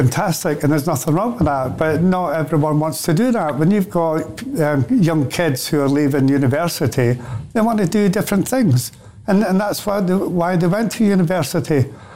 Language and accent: English; Scotland, United Kingdom; growing up in Scotland, nearly everybody in Scotland had Saturday jobs.